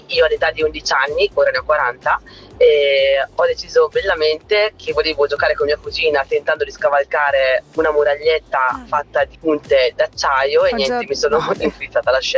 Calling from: Brescia, Lombardy, Italy; da Brescia.

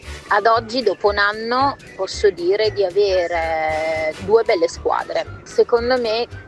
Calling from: Parma, Emilia-Romagna, Italy; da Parma.

